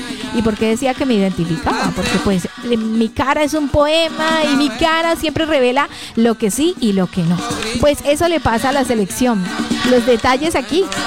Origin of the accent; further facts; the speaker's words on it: Colombia; Somos colombianos súper alegres, súper emotivos